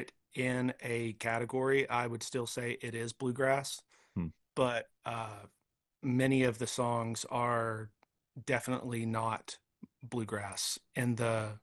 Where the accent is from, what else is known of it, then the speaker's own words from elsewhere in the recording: Lithia, Florida, United States; Florida. Specifically, we grew up in Lithia, Florida, but nobody ever knows what that is.